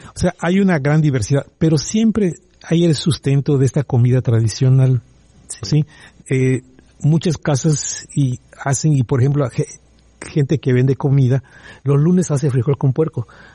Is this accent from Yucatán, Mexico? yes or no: yes; Mérida, Yucatán, Mexico; yo soy de Santana